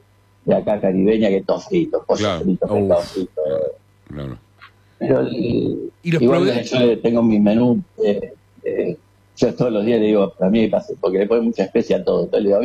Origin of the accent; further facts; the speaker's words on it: Buenos Aires, Argentina; Yo soy de Buenos Aires. Vivo en Buenos Aires. tengo mi familia allá, todo